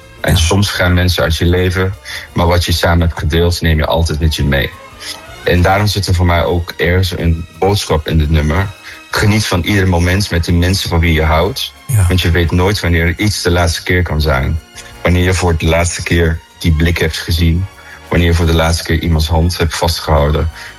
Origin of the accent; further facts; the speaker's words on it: Italy; Ja, ik ben Italiaan, hè.